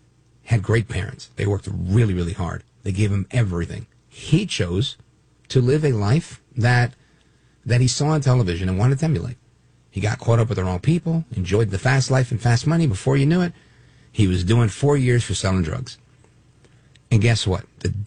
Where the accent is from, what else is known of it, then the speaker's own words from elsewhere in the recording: Brooklyn, New York, United States; born there; Now, listen, my parents were born in Puerto Rico. I was born in Brooklyn, New York.